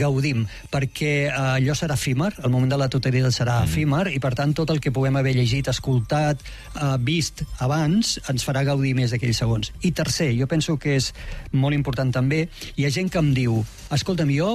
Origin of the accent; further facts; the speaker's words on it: Tarragona, Catalonia, Spain; Tarragona, al qual estic assessorant, la meva ciutat natal, no?